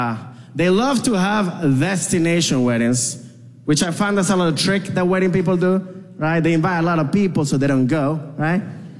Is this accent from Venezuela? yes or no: yes; Venezuela; I was like, what? I'm from Venezuela.